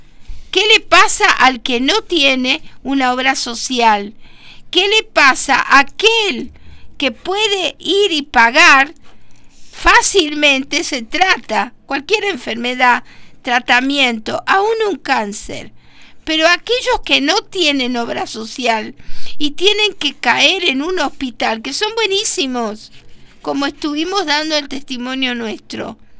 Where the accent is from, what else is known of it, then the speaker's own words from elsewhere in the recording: Argentina; nos preocupa como también, ciudadanos, como argentinos.